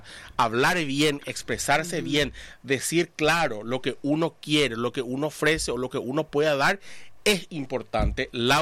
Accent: Paraguay; Ñañe eana la guaraní, porque oré paraguayo.

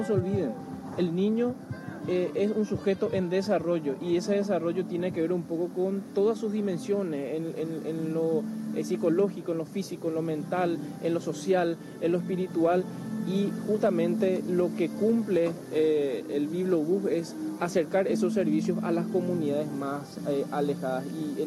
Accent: Paraguay; y como paraguayos verdaderamente tenemos que decir de que estamos a la vanguardia en materia de primera infancia.

